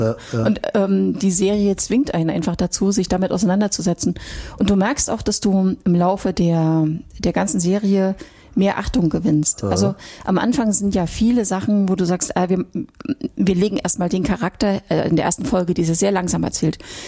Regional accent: East Germany, Germany; ich bin in der DDR aufgewachsen.

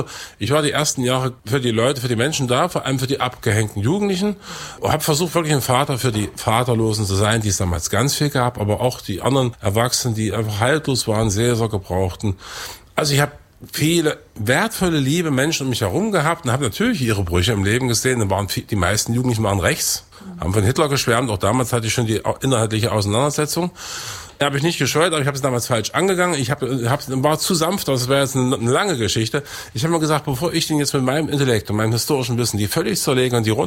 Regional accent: Weißenfels, Saxony-Anhalt, Germany; Ja, ich bin in Eisleben geboren, in Weißenfels aufgewachsen. Also das ist mein Ursprungsfluidum dieser proletarisch geprägte Kultur des Industriedreieckes.

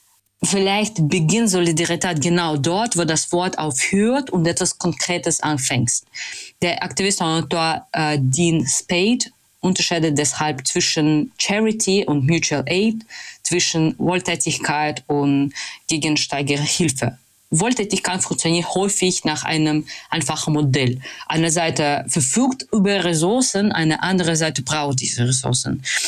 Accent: Russia; German is a second language; now in Hamburg, Germany; Ich komme aus Russland, tatsächlich eine Stadt, das hat eine Vollinvasion, Aggression gegen Ukraine gemacht. Ich lebe jetzt in Hamburg

